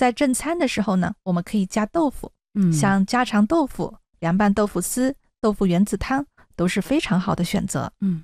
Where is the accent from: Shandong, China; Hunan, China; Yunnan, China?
Yunnan, China; 咱们云南人饮食上的两个短板